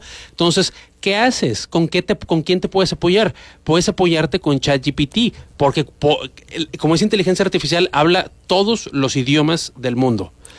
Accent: Mexico

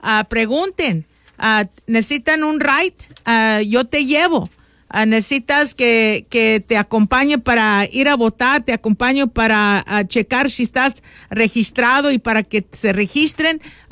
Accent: Mexico; now in United States; aunque somos mexicanos, estamos aquí en un país de libertad

